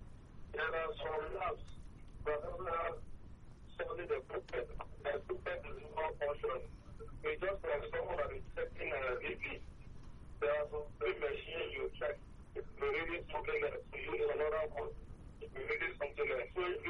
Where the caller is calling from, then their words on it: Apapa, Lagos, Nigeria; I call from Apapa.